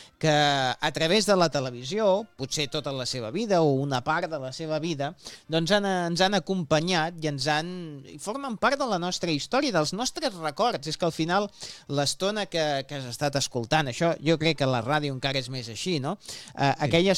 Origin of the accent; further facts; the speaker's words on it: Barcelona, Catalonia, Spain; Som de Sants, som de Sants.